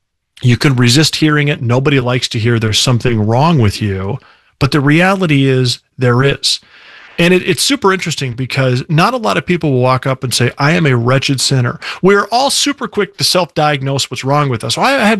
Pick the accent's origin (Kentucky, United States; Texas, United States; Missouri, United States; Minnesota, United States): Minnesota, United States; Minneapolis; now in Sioux Falls, United States; I grew up in the Minneapolis area. I live in Sioux Falls now. I've lived in the Midwest most of my life.